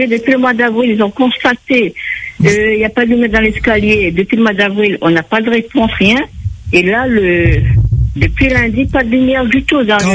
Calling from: Saint-Denis, Réunion; Saint-Denis

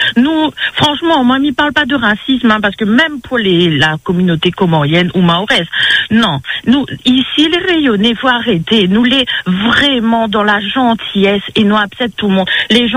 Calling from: Réunion

